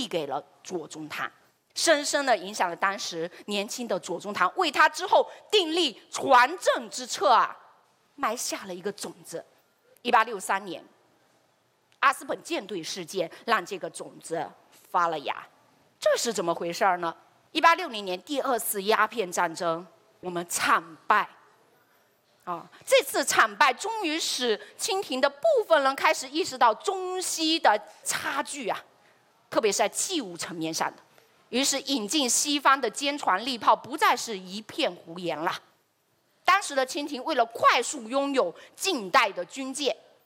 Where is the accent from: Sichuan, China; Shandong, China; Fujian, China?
Fujian, China; Fuzhou